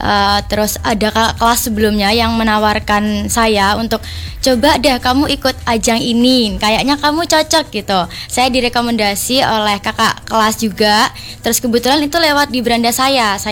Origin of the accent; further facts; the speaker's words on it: Madiun, East Java, Indonesia; Kalau di kota saya ada pengurus rohani juga tingkat SMK Sekota Madiun.